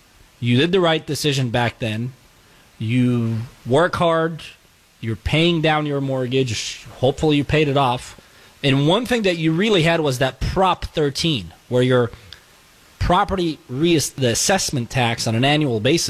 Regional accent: California, United States; as a Californian

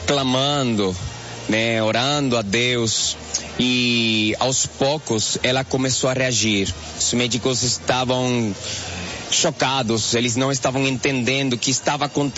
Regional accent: Venezuela; Portuguese is a second language; Sou venezuelano.

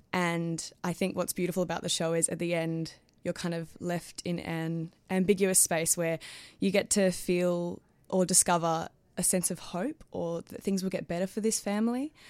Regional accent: Perth, Western Australia, Australia; moved away; I have family who are based in regional Australia. I'm originally from Perth, Western Australia.

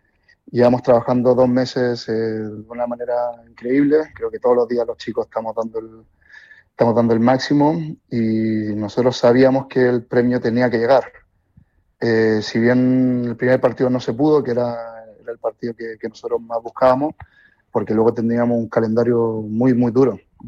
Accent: Chile; moved away; volver a casa, a mi tierra, a Chile, luego de estar casi más de 20 años fuera de mi país

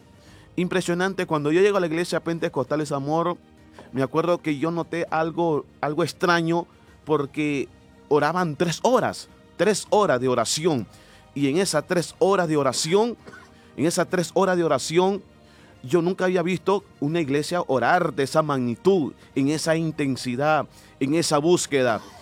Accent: Nicaragua; allá en Nicaragua, en mi país, se le llaman mosca.

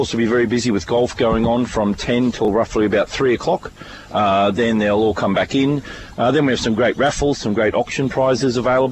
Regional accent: Brisbane, Queensland, Australia; now in Mollymook, Australia; I'm born and bred from Brisbane, but I've been in Mollymook now 14 years. I've been here.

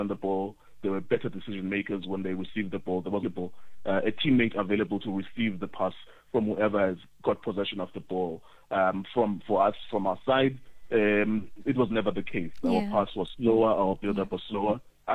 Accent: South Africa; I'm a South African.

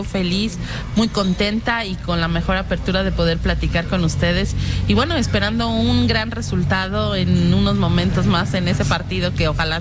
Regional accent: Apaseo el Grande, Guanajuato, Mexico; soy de Apaseo el Grande

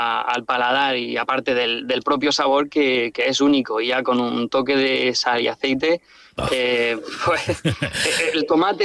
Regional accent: Region of Murcia, Spain; moved away as an adult; los que somos del Calar y por cuestiones laborales tenemos que vivir fuera y llegamos los viernes deseando entrar al pueblo y los domingos llorando por marcharnos

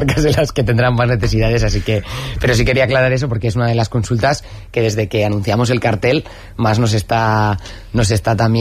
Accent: Irún, Basque Country, Spain; soy de Irún

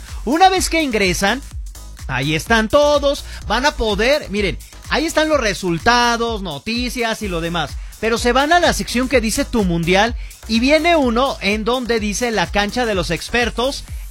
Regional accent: Mexico; Pero, por otro lado, soy mexicano, entonces también una alegría que nos den.

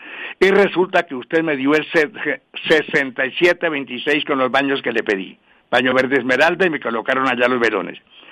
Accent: Córdoba, Colombia; Soy del departamento de Córdoba.

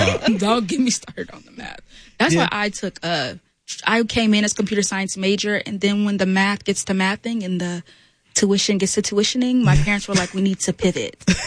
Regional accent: Prince George's County, Maryland, United States; moved away as an adult; now in Atlanta, United States; I'm from PG County, Maryland.

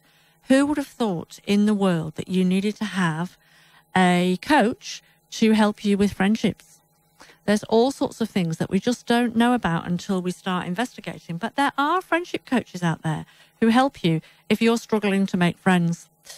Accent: England, United Kingdom; born there; moved away

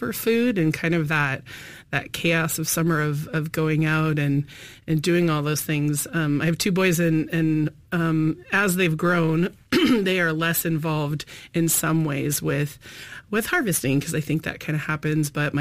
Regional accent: Idaho, United States; I can't get that here in the way that I grew up in Idaho.

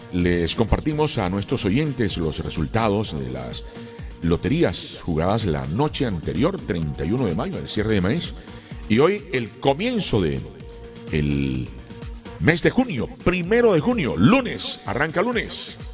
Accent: Colombia; le hablo como colombiano

